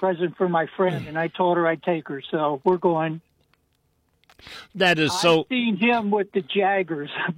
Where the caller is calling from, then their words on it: Ohio, United States; I'm from the Warren Youngstown area